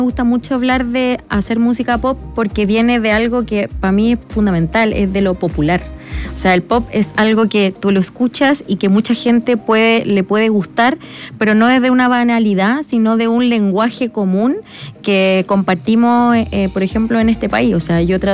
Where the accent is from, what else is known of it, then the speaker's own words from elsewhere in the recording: Norte Grande, Chile; Yo soy nortina, no soy norteña, porque muchas veces he escuchado que la gente dice, no, la gente norteña. No, soy nortina